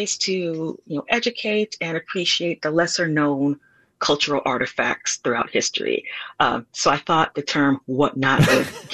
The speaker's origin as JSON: {"language": "English", "town": "Milwaukee", "region": "Wisconsin", "country": "United States", "tie": "born or raised there", "said": "I grew up here in Milwaukee, Wisconsin."}